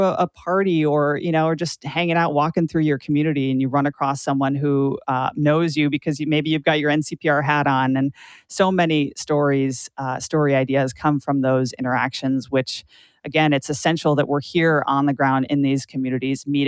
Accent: Glens Falls, New York, United States; I grew up in Glens Falls, which I think also really helps to understand the whole Adirondack region.

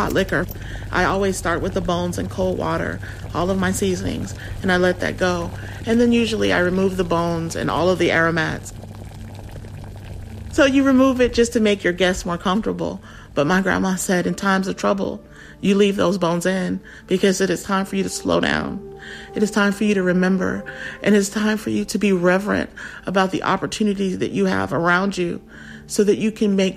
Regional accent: Louisiana, United States; We are Creoles from Louisiana by way of St. Kitts and Belize.

